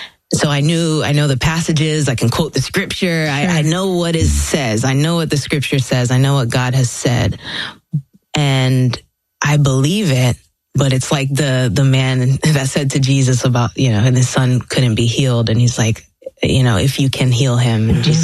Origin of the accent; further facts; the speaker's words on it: Orlando, Florida, United States; also born or lived in Philippines; No, I was born in the Philippines, like I said, mm-hmm. But raised here in Orlando, not too far from here.